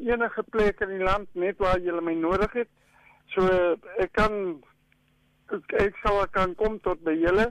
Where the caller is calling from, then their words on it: Carnarvon, Northern Cape, South Africa; Ek is hier van Karnaver in die Noordkaap.